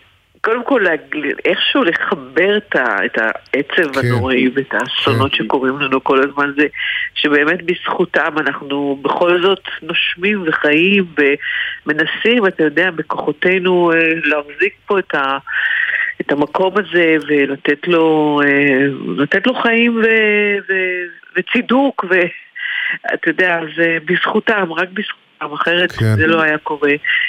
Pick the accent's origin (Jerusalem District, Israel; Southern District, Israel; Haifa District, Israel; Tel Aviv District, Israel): Tel Aviv District, Israel; Tel Aviv; בתוך העיר תל אביב שאני כל כך אוהבת. וזה התחבר לי ביחד, כי כל חיי גדלתי פה, הוריי ילדו אותי פה, ואני מאוד אוהבת את העיר